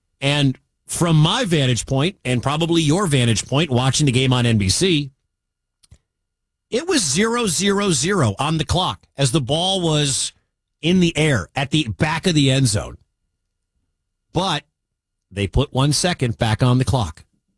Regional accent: Detroit, Michigan, United States; I am a huge Michigan fan. I am from Detroit.

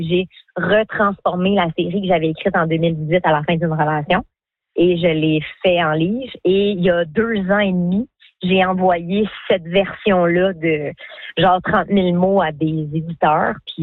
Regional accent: New Brunswick, Canada; on parle français, les gens nous prennent pour des Québécois, mais tu sais, non, je viens de l'Acadie, du Nouveau-Brunswick.

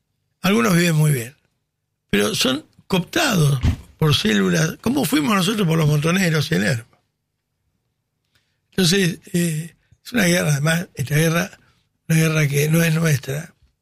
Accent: Argentina; si seguimos siendo argentinos

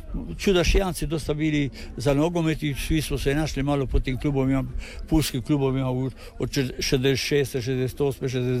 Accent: Pula, Istria County, Croatia; born there; Tako je, rođen sam u Puli, ali do 53. Galita sam živio tote na Svetom Miguli

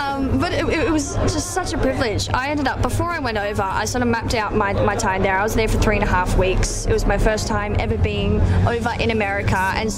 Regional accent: Australia; being an Aussie artist

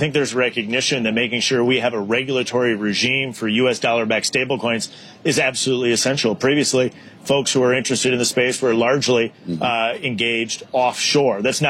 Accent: Wisconsin, United States; now in California, United States; from here in California to my home state of Wisconsin.

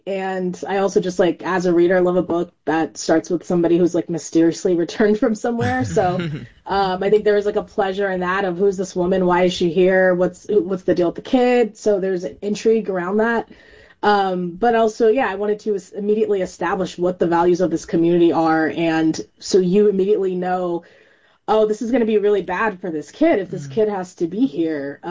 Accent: California, United States; I'm from California

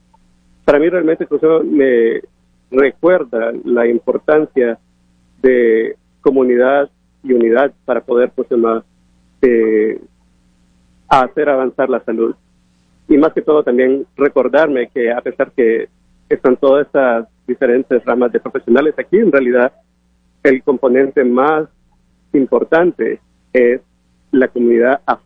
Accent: Honduras; moved away as an adult; now in Seattle, United States; y vengo de Honduras.

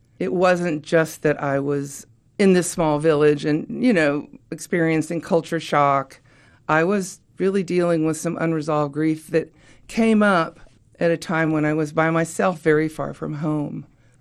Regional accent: Oak Ridge, Tennessee, United States; born or raised there

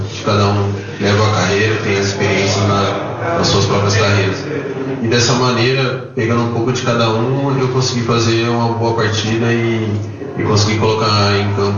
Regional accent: Campinas, São Paulo, Brazil; also born or lived in Ribeirão Preto; sou nascido em Ribeirão Preto, mas moro em Campinas desde pequeno. Minha família toda é daqui de Campinas.

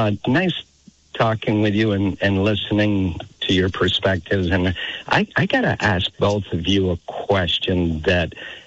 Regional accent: Colchester, United States; And I'm a conservative from Colchester, a rarity.

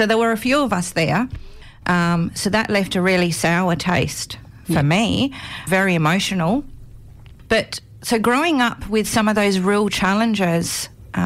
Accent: Australia; So for me, I was born in Australia. Australia's my home.

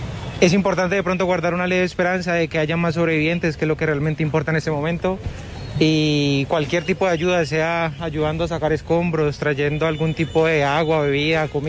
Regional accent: Cali, Valle del Cauca, Colombia; esperemos que todo pueda mejorar pronto y que como comunidad caleña salgamos todos juntos adelante.

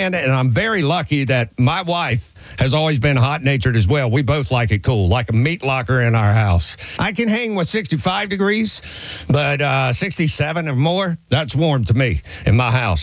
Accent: Florida, United States; now in New Jersey, United States; I might be from Florida, but living here in Jersey, my bedroom stays at a crisp 64 degrees year-round

